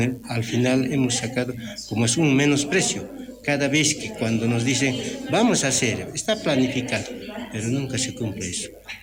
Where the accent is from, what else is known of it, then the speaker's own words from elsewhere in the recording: Oruro, Bolivia; soy del Ayllu San Agustín de Puñaca, soy ex mayco de este mi Ayllu